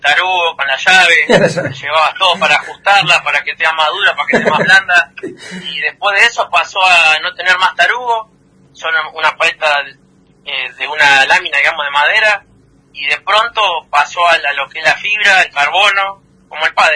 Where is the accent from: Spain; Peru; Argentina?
Argentina; Concepción del Uruguay, Entre Ríos; born there; Yo tengo 27 años, sí, cumplí hace poquito, el 4 de junio. Soy de Concepción del Uruguay, Entre Ríos. Nací ahí, ¿no? Tengo toda mi familia ahí.